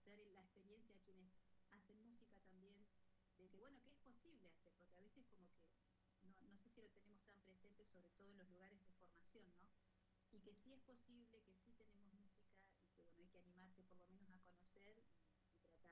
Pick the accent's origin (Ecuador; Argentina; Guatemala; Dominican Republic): Argentina; yo soy del Valle y hace muchos años que trabajo acá en el norte neuquino